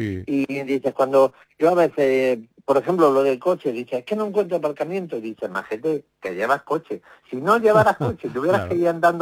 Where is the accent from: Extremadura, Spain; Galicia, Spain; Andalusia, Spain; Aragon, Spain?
Andalusia, Spain; Marmolejo; yo estreno en mi tierra, y además le tengo mucho cariño a Marmolejo